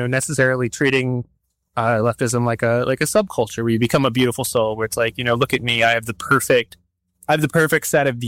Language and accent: English; Texas, United States; born there; You know, like, I was born in Texas. I know like how reactionary people can get.